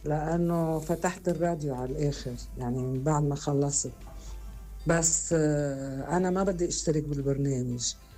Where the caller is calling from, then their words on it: Beqaa, Lebanon; أنا بين تربو لبقاع.